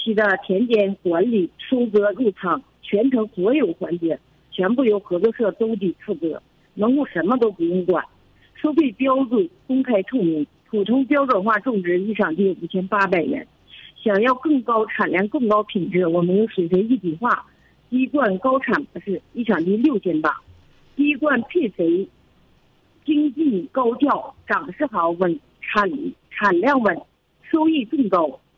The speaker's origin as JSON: {"language": "Chinese", "region": "Northeast China", "country": "China", "lives_now": "Changling, China"}